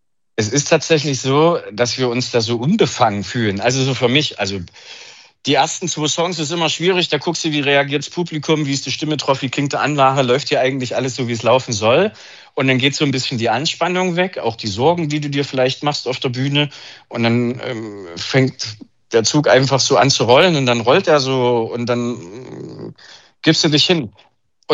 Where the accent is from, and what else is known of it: Leipzig, Saxony, Germany